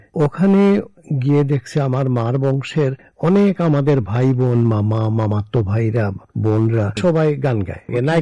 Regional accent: Sylhet, Sylhet Division, Bangladesh; born there; also born or lived in Assam, India; আমার পাকিস্তানের অংশে আমার দেশের বাড়ি পড়ে গেছে সিলেট, আমি সিলেটেই চলে যাব।

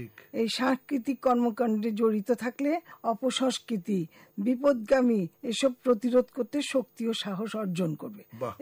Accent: Chittagong, Chittagong Division, Bangladesh; moved away as an adult; also born or lived in Feni; now in Dhaka, Bangladesh; দেশের বাড়ি আমার ফেনী, কিন্তু আমি জন্ম থেকে বড় হয়েছি চিটং।

